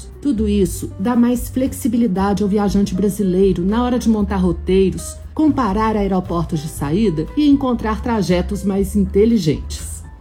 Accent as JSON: {"language": "Portuguese", "country": "Brazil"}